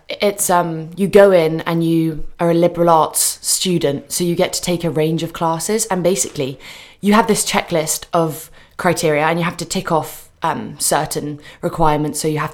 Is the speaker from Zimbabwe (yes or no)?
no; United Kingdom; accent: British; moved away as an adult; being British